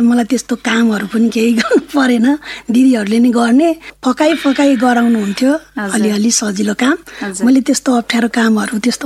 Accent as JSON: {"language": "Nepali", "town": "Pokhara", "region": "Gandaki Province", "country": "Nepal", "tie": "born or raised there", "said": "कुमारी मुहाँको कोखबाट 2024 साल मङ्सिर 9 गते जन्म भएको हो। मेरो जन्मस्थान लेक साइड भन्छ, बैदाम पोखरा।"}